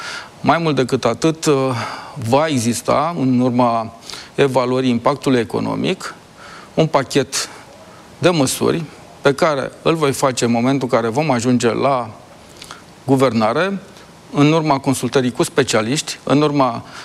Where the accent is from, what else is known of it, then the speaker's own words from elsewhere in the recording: Transylvania, Romania; Eu sunt o persoană care vin din Ardeal